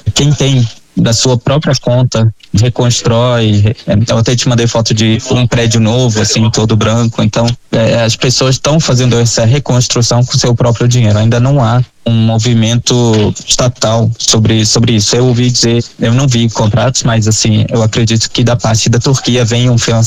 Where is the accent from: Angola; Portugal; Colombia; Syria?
Syria; moved away; also born or lived in Brazil; na minha percepção como sírio, né, eu estive como refugiado no Brasil durante 15 anos por conta da guerra civil.